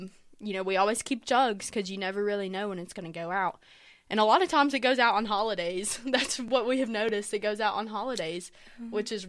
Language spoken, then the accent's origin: English; Mingo County, West Virginia, United States; I am from southern West Virginia. I'm from Mingo County